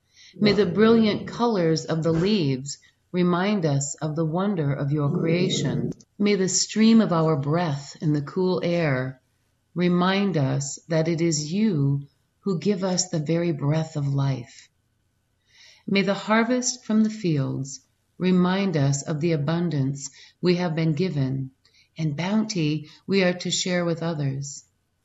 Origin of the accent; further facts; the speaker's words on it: Michigan, United States; when I was raised in Michigan